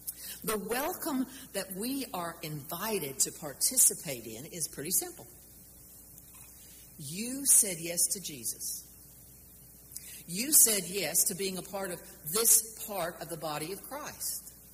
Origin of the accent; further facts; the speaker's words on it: Topeka, Kansas, United States; born there; I was born in Topeka, which was at the time the second largest town, city in Kansas. And Mother and Daddy grew up in Valley Falls, which is about 35 miles north